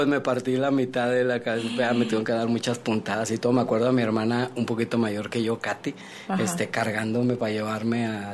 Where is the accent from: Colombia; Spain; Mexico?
Mexico; Ciudad Juárez, Chihuahua; also born or lived in Monterrey; nacimos la mayoría en Monterrey, menos mi hermano el más chico, que ya nació aquí. Yo me vine muy chico, entonces soy juarense.